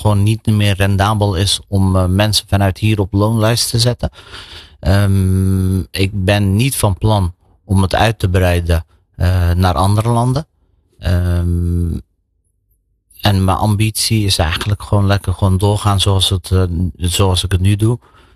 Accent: Netherlands; now in Romania; voor ons als Hollanders in Roemenië

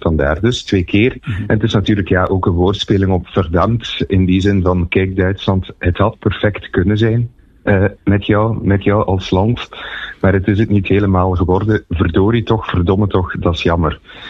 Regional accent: Flanders, Belgium

